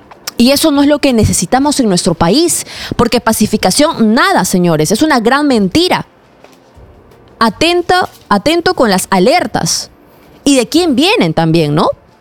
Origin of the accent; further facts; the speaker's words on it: Peru; también de mí como ciudadanos peruanos.